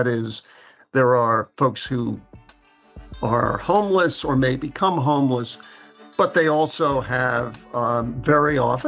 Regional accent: New York City, New York, United States; And I should say, I grew up in New York City.

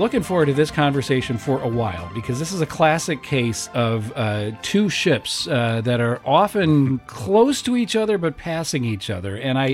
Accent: Davenport, Iowa, United States; But so growing up in Davenport, so we both grew up in a river town, which I think is a unique gift.

